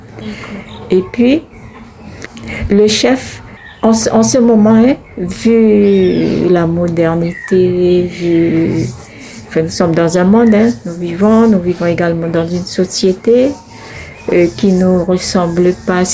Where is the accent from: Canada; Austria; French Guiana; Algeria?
French Guiana; je parle un peu du cas de Bellevue, Yann, mon village. Donc le fondateur, c'est mon papa